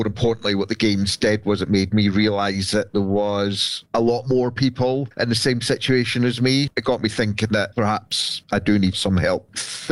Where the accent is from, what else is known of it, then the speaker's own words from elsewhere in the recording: Brechin, Scotland, United Kingdom; we decided to move back up to Scotland because I'm originally from Brechin.